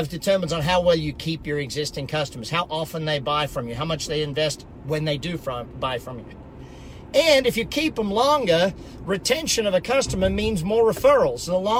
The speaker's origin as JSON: {"language": "English", "country": "Australia", "tie": "born or raised there", "moved": "yes", "lives_now": "Las Vegas, United States", "said": "get all my skin checked for those cancers growing up in Australia."}